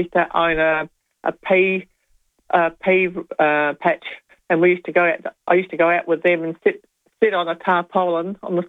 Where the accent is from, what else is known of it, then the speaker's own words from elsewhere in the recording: Booleroo Centre, South Australia, Australia; also born or lived in Port Germein; now in Golden Grove, Australia; and then we moved to Bullaroo Centre after that.